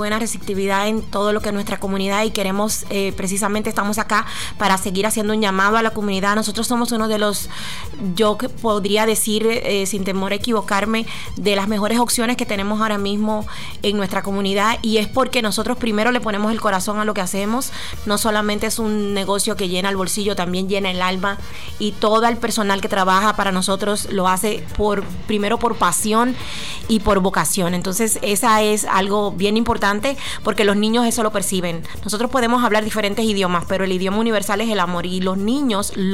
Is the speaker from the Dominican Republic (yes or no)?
yes; Dominican Republic; moved away as an adult; now in Grand Rapids area, Michigan, United States; mi mamá era maestra por más de 30 años en mi país, República Dominicana